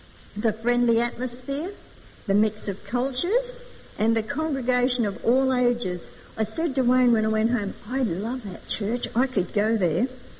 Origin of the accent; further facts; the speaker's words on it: Toowoomba, Queensland, Australia; Well, I was born in Toowoomba. And I loved to hear the sallies in the park in the gardens up there in Toowoomba when I was little. My brother and I went to Sunday school, and then my family moved up the bush.